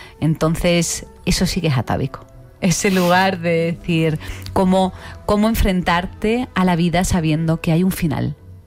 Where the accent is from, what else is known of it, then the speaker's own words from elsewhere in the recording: Seville, Andalusia, Spain; soy de Sevilla.